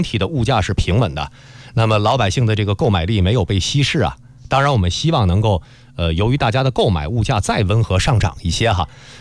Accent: China; 我们中国人

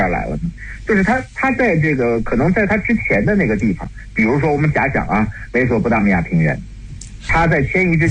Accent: Xi'an, Shaanxi, China; 我的老家西安半坡，它是仰韶文化的聚落嘛

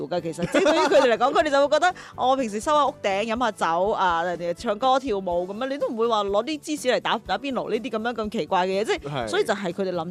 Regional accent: China; 所以你話如果我哋中國人去到瑞士

